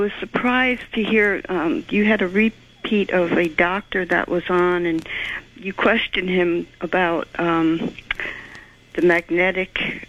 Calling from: West Haven, Connecticut, United States; I'm calling from West Haven, Connecticut.

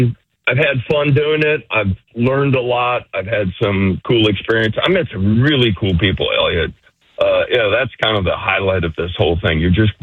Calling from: Enderlin, North Dakota, United States; Oh, the booming metropolis of Enderlin, North Dakota. Population, I think maybe 170.

